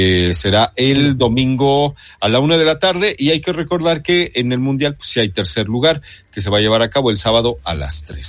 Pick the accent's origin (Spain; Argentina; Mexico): Mexico